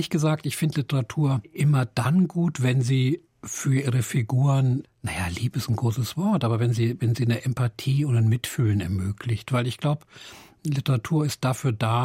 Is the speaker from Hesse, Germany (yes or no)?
yes; Hesse, Germany; also born or lived in Frankfurt; now in Berlin, Germany; ich komme ja aus der Nähe von Gießen, aus einem kleinen Dorf.